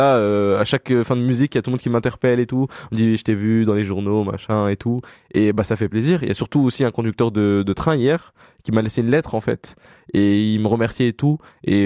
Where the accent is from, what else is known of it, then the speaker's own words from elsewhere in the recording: Échirolles, Auvergne-Rhône-Alpes, France; quand je dis que je viens des Chirolles, les gens, ils ouvrent grand les yeux et tout. C'est vrai que c'est étonnant aussi de venir de la banlieue